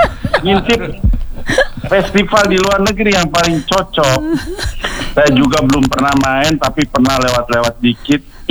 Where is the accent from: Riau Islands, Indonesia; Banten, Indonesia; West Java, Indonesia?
Banten, Indonesia; Saya orang Banten, saya bukan orang Jakarta, orang Jakarta.